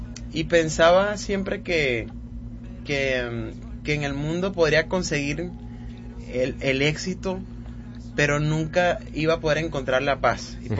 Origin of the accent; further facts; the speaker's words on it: Venezuela; entonces yo crecí escuchando artistas como … En aquel entonces en mi país, Venezuela, eran los artistas, digamos que top